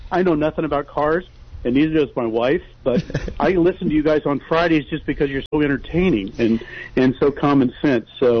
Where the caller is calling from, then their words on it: California, United States; I'm calling from SoCal.